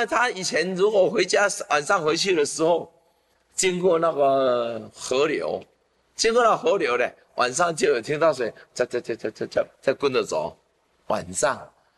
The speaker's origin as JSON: {"language": "Chinese", "country": "Taiwan", "tie": "born there", "said": "我家乡呢。我们的唐山过台湾"}